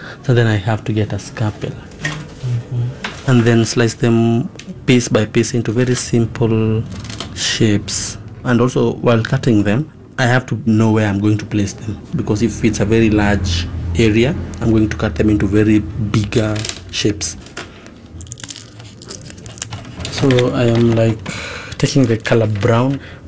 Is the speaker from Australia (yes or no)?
no; Nairobi, Kenya; because I've grown in the slums here in Mukuru Koruben.